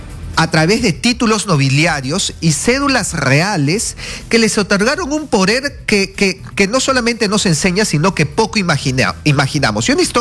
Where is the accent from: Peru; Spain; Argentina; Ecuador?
Peru; nos acompleja como peruanos